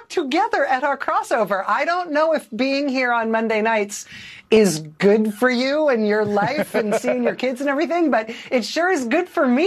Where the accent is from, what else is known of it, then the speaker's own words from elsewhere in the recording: East Bay, California, United States; I grew up in the East Bay in Northern California.